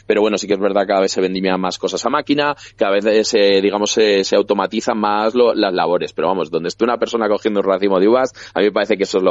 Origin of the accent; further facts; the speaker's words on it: Aranda de Duero, Castile and León, Spain; sabéis, bueno, que somos de Aranda de Duero, ¿no?